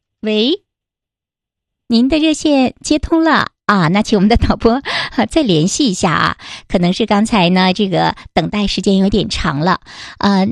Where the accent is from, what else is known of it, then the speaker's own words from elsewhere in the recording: Changchun, Jilin, China; 我们长春人